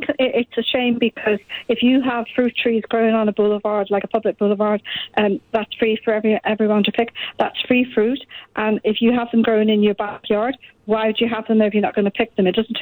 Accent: United Kingdom; I'm British.

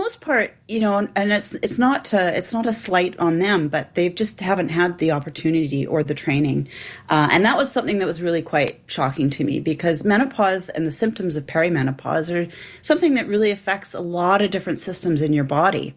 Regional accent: Canada; I'm a Canadian filmmaker.

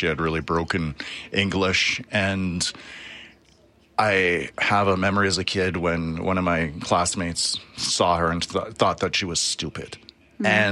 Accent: Calgary, Alberta, Canada; I grew up in East Calgary. I'm a bit scrappier, a Forest Lawn Dover kid.

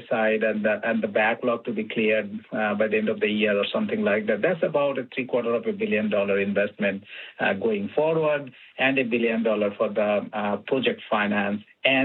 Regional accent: Canada; so that we can see, as a Canadian, we feel less stress when we buy food?

